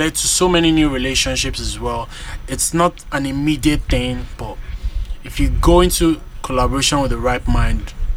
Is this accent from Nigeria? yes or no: yes; Nigeria; moved away